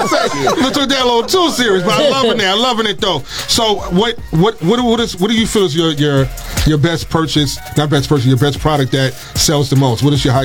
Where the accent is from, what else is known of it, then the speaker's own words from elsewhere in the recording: Harlem, New York, United States; I'm from Harlem, but I live in the Bronx.